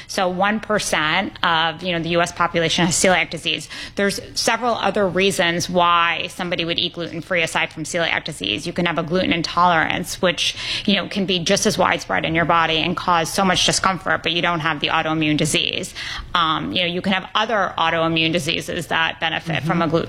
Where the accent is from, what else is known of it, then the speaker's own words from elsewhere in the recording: New York City, New York, United States; I grew up in New York City. My family owned restaurants